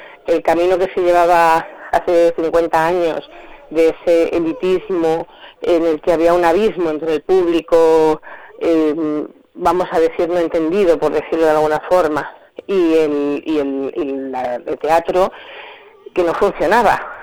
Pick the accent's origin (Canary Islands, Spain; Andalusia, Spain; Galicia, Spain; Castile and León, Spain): Castile and León, Spain; Zamora; Por un lado, como zamorana, tener la posibilidad de tener un festival en mi casa, en mi tierra, en mi ciudad, como Little Opera